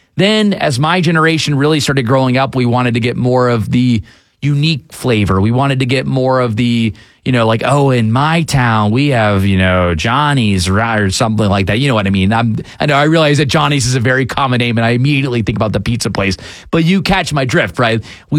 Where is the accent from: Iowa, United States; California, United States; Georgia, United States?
Georgia, United States; Fayetteville; also born or lived in Atlanta; I grew up again here in Atlanta, down the South Side. I consider Fayetteville home